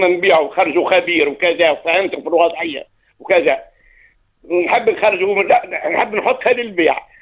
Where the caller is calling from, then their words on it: Jendouba, Jendouba Governorate, Tunisia; من جندوبة